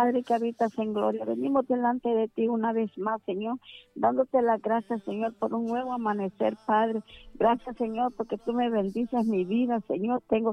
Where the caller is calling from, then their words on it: San Pedro Sula, Cortés, Honduras; De aquí de San Pedro Sula.